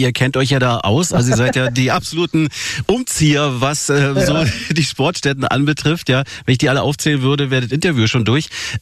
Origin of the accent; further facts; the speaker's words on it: Berlin, Germany; als Berliner